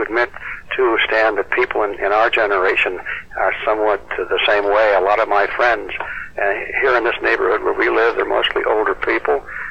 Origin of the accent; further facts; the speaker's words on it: Michigan, United States; I was raised in Michigan.